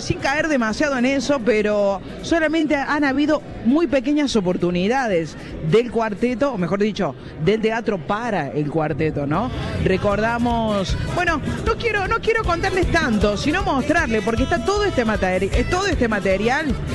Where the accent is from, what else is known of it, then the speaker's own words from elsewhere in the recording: Córdoba, Argentina; yo como cordobesa, como bailarina